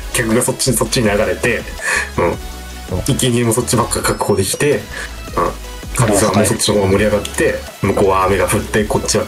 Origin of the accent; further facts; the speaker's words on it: Kanto, Japan; まあ私も関東育ちゆえあんまりピンときないっす。